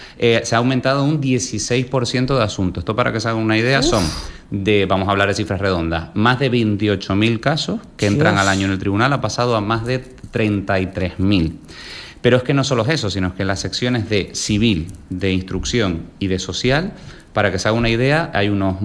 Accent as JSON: {"language": "Spanish", "area": "Tenerife", "region": "Canary Islands", "country": "Spain", "moved": "yes", "lives_now": "Lanzarote, Spain", "said": "Yo soy canario, soy de Tenerife."}